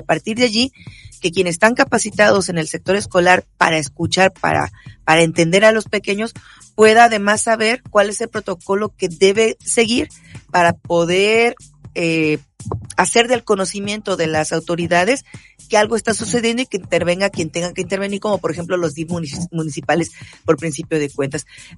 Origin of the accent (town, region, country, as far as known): Mexico; now in United States